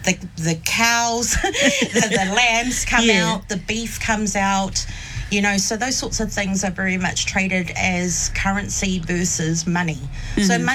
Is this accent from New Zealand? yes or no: yes; New Zealand; I'm born and raised in New Zealand.